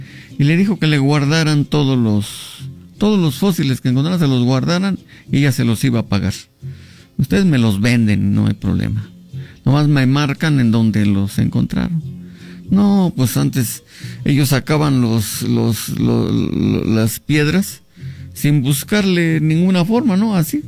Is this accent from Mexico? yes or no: yes; Zimapán, Hidalgo, Mexico; born there; mi pueblo es único, mi pueblo es, bueno, hasta agua caliente tiene